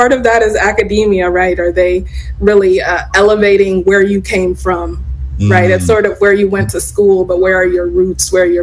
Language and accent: English; Long Beach, California, United States; born or raised there; also born or lived in Boston, United States / San Francisco, United States; now in Philadelphia, United States